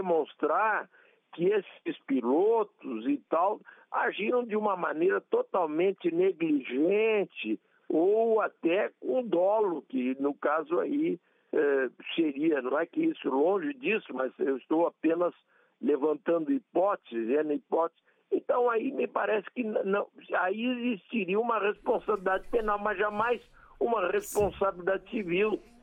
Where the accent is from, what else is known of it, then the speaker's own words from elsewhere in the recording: Passo Fundo, Rio Grande do Sul, Brazil; born there; now in Porto Alegre, Brazil; eu estou aqui no Rio Grande do Sul, em Porto Alegre, vamos dizer, convida para viajar aqui no interior, onde eu nasci, na cidade de Passo Fundo